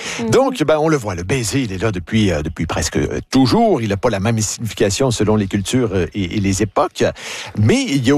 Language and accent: French; Quebec, Canada; Le French kiss qui va devenir chez nous, au Québec, on dit le necking.